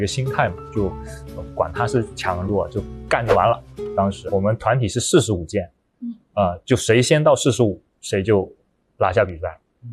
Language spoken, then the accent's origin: Chinese; China; 作为一个中国人